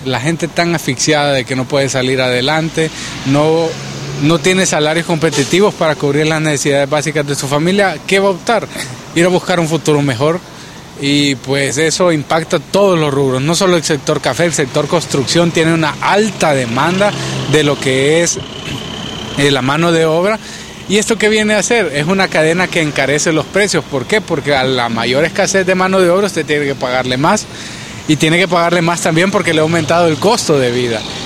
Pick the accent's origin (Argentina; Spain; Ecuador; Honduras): Honduras